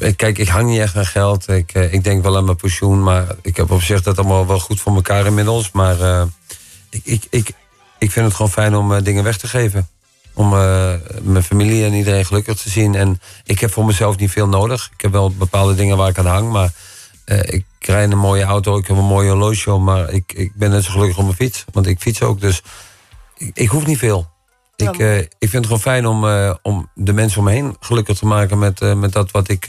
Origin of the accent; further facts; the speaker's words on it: Lelystad, Flevoland, Netherlands; also born or lived in Stadskanaal / Amsterdam; En ik ben opgegroeid in Lelystad. Een stukje Amsterdam. Maar ik ben gewoon geboren in Stadskanaal. Ik ben eigenlijk gewoon een jongen uit het noorden. Ik kom niet van het kamp.